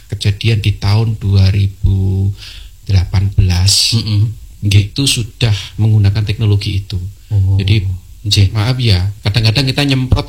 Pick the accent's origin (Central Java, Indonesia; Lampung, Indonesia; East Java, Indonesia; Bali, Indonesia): East Java, Indonesia; Malang; born there; Ah, kalau saya kelahiran Malang ya Pak ya.